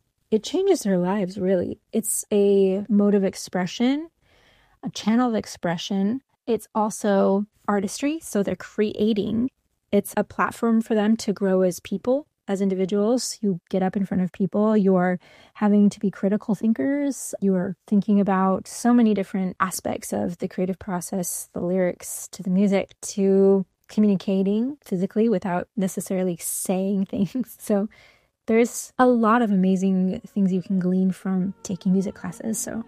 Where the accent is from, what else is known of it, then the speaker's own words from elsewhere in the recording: Sacramento, California, United States; I loved having my debut with the Sackville and Opera, for one, because Sacramento is my hometown, but two, because we have such wonderful artistic caliber that comes through.